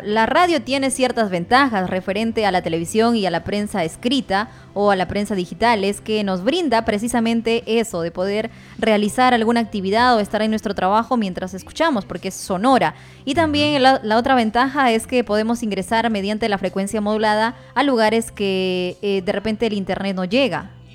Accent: Cajamarca, Peru; en mi tierra, en Cajamarca

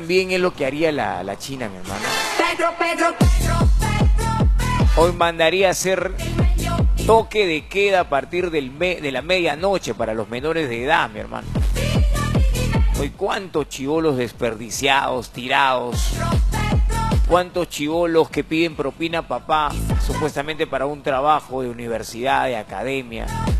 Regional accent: Peru

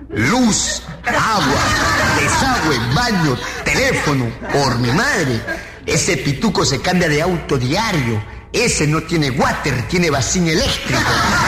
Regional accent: Amazonas, Peru; now in Lima, Peru; Yo recuerdo que hace 2 años llegué a la capital, vine de mi tierra de Amazonas

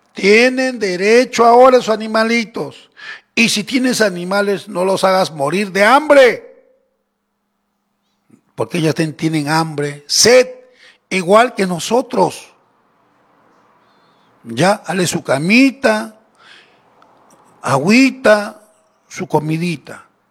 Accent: Ilabaya, Tacna, Peru; born there; moved away; Mi pueblo que me vio nacer.

